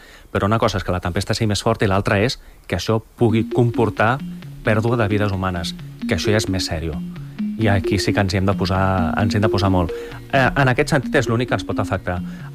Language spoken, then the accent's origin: Catalan; Lleida, Catalonia, Spain